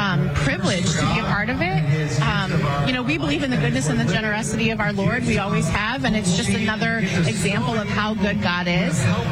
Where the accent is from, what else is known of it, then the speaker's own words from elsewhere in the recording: Midwest, United States; first of all, I'm a Midwesterner.